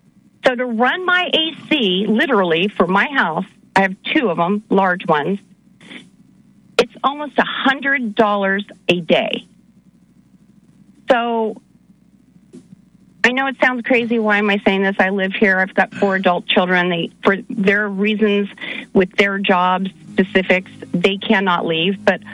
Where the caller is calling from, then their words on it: San Diego County, California, United States; from California, and more specifically, San Diego County.